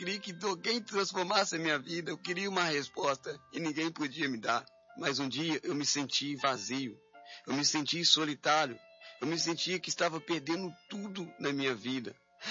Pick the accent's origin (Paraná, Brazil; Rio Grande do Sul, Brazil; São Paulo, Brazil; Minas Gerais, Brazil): Minas Gerais, Brazil; Juiz de Fora; tenho 25 anos de idade. Sou um menino que nasci em Juiz de Fora, cresci.